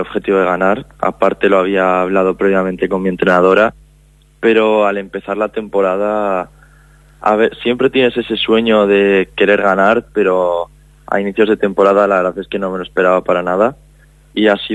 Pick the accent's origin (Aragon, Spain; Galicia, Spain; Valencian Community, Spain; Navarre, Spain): Aragon, Spain; poder dar el pregón de las fiestas de mi pueblo.